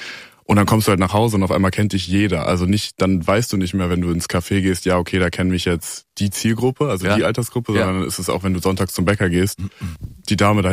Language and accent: German; Melsungen, Hesse, Germany; In Kassel, also Nähe Kassel, Melsungen heißt das.